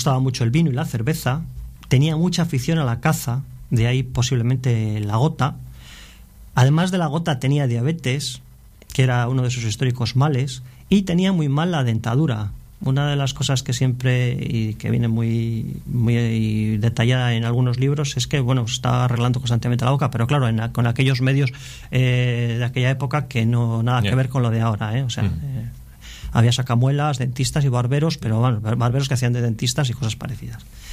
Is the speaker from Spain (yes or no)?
yes; Laredo, Cantabria, Spain